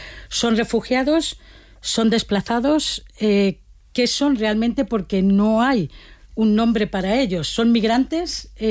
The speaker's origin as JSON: {"language": "Spanish", "region": "Valencian Community", "country": "Spain"}